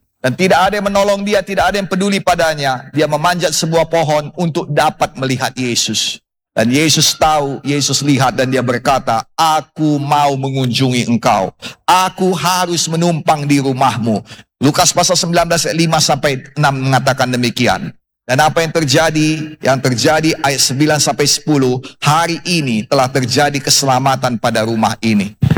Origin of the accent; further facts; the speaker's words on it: North Sumatra, Indonesia; Apalagi bagi kita orang Batak ini, saudara. Kita butuh kali rendah hati.